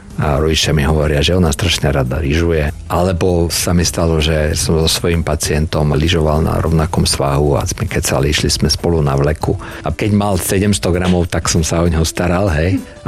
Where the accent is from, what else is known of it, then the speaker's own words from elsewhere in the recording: Košice, Košice Region, Slovakia; Tak ja som Košičan